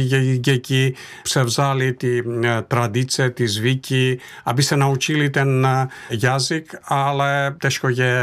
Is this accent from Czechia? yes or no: no; Thessaly, Greece; now in Czech Republic; když jsem odcházel z Měchom města, který se nachází uprostřed nejúrodnější oblasti Řecka, je to region Tesálie, tak to město mělo přes 6 000 obyvatel.